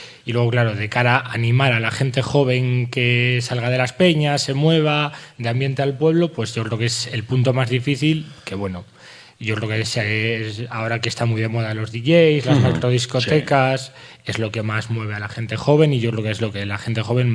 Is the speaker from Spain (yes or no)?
yes; Mayorga, Castile and León, Spain; Exacto, somos dos personas, Alberto y yo, somos de aquí de Mayorga